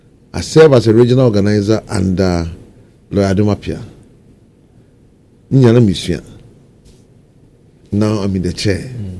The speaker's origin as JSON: {"language": "English", "town": "Asokwa", "region": "Ashanti", "country": "Ghana", "said": "You know, I'm from Asqua, the member of parliament for Asqua, who happens to be the deputy minority leader"}